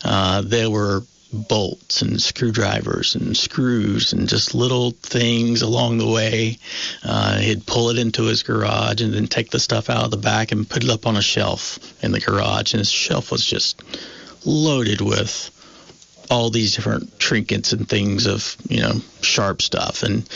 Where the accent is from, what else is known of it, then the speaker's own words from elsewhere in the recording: North Carolina, United States; Yeah, it's you know, I grew up in North Carolina.